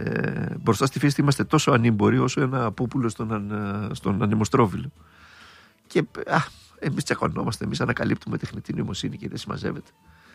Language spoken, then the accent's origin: Greek; Thessaloniki, Central Macedonia, Greece; αφού είμαι Θεσσαλονικιός.